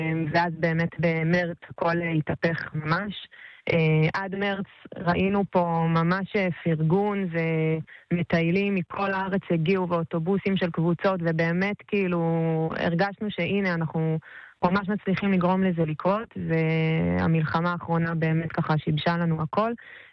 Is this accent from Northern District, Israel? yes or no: yes; Kibbutz Yiftah, Northern District, Israel; אנחנו היינו מפונים, אנחנו מקיבוץ יפתח, זה ממש על גבול לבנון.